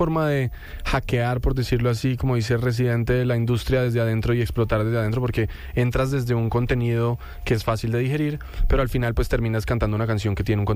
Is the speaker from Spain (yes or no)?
no; Colombia